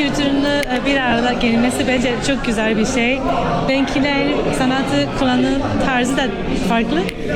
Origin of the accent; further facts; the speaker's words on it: Japan; also born or lived in Turkey; now in Beijing, China; Benim annem Çinli, babam Türk. Japonya'da tanıştılar, o yüzden ben de Japonya'da büyüdüm. Sonrasında Türkiye'ye gittim. Çin'de de bayağıdır buradayım. Pekin'de okudum, burada çalışıyorum.